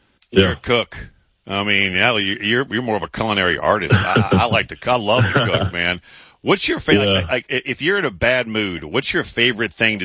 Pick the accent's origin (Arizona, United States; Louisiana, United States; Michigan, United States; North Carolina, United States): Louisiana, United States; I'm from Louisiana.